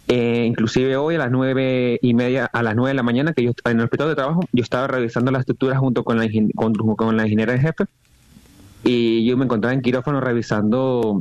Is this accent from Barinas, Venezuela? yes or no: yes; Socopó, Barinas, Venezuela; now in Caracas, Venezuela; yo soy de un pueblo que se llama Socopón. Yo no soy de Caracas, yo vine acá a poder ejercer mi carrera.